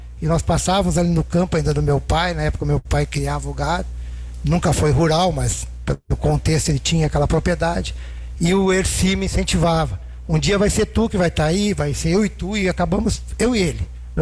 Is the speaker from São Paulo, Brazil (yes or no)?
no; Rio Grande do Sul, Brazil; eu me criei, o pessoal acha que eu não sou do meio rural, mas eu me criei no Campo Novo.